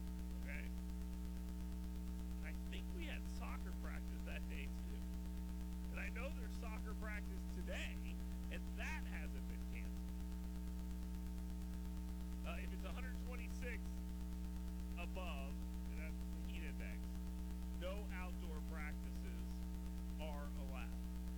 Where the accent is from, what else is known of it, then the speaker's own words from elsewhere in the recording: Florida, United States; But you guys do know that I grew up in Florida, right? And I rode a school bus, and the school buses did not have AC on.